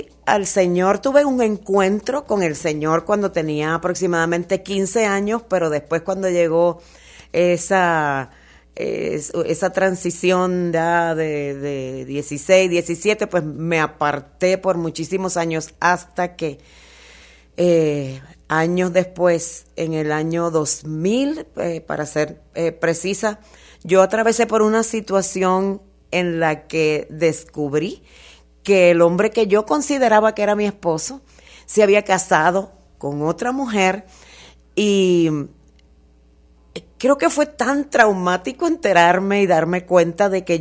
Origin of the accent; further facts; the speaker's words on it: Quebradillas, Puerto Rico; moved away as an adult; now in El Paso, United States; yo soy de un pueblito en la costa noroeste de Puerto Rico, se llama Quebradillas, es un pueblo pequeñito, pero con unos paisajes al mar hermosísimos. Allí todavía vive, tengo a mi mamá, a mi hermana